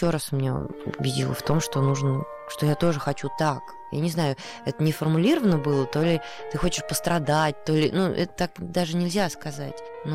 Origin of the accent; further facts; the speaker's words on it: Don, Russia; я очень люблю эти места, вот Дон, степи, и мне очень нравится думать, что вот там моя малая родина.